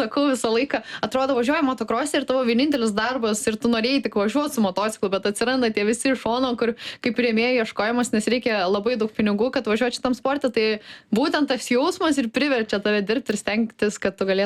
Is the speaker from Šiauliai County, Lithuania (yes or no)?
no; Ignalina, Utena County, Lithuania; aš kilusi iš Ignalinos